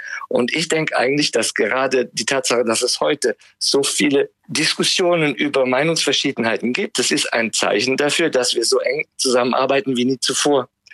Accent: Germany; moved away as an adult; now in Paris, France; Und ich bin auch in Deutschland zu Hause, also ich meine aus meiner Geburtsstadt und so weiter.

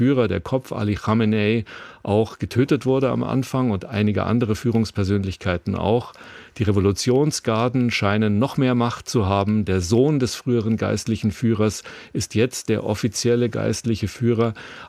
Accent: Germany; wir als Deutsche, als Europäer

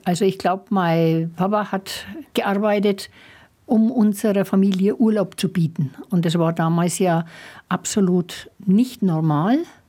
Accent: Schwabach, Bavaria, Germany; also born or lived in Kelheim; Geboren bin ich in Kelheim. Aufgewachsen bin ich in Schwabach.

